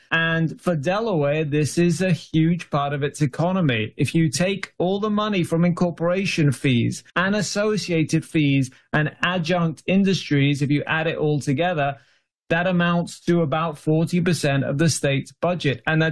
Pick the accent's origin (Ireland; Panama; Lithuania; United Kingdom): United Kingdom; now in United States; as a Brit, you know, I'm kind of fed up of talking about Brexit